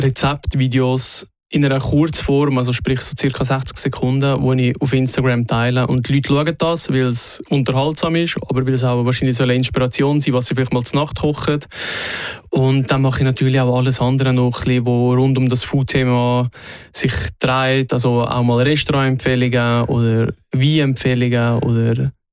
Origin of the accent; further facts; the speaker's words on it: Glarus, Switzerland; Ländlich aufgewachsen im Glarnerland.